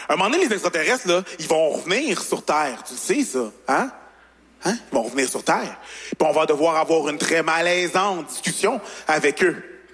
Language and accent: French; Longueuil, Quebec, Canada; accent: Longueuil; Puis je leur réponds, Longueuil. Je viens de Longueuil. C'est un accent de Longueuil, là. Mon pays d'origine.